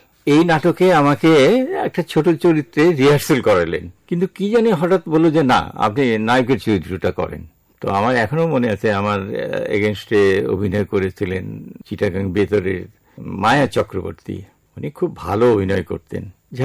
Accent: Faridpur, Dhaka Division, Bangladesh; moved away as an adult; আমার বেড়ে ওঠা ফরিদপুরে, ওখানে আমার জন্ম এবং আমার স্কুল কলেজ ইন্টারমিডিয়েট পর্যন্ত

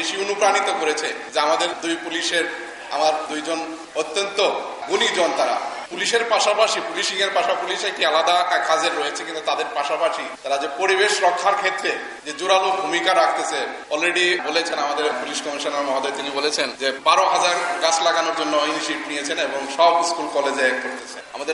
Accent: Bangladesh; now in Khulna, Bangladesh; আমরা বাংলাদেশি

